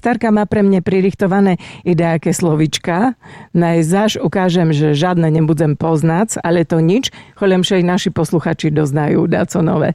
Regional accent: Zemplín, Slovakia; No táto harčičok i u nás na Zemplíne.

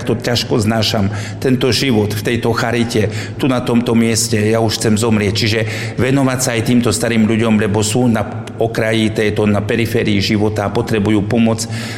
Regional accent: Tvrdošín, Žilina Region, Slovakia; Pochádzam z Tvrdošína, blízko poľských hraníc.

